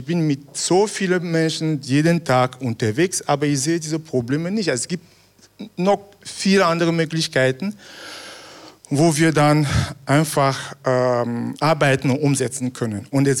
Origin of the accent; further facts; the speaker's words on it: Cameroon; now in Austria; Ich komme aus Kamerun